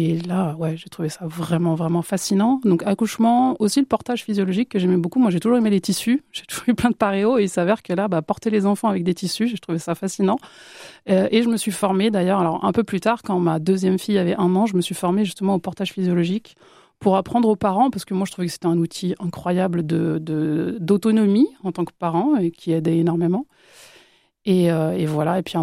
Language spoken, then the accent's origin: French; Barcelona, Catalonia, Spain; Alors, il faut savoir que moi, j'ai grandi à Barcelone. Donc, le décalage Barcelone-Orléans, il a été un petit peu dur pour moi.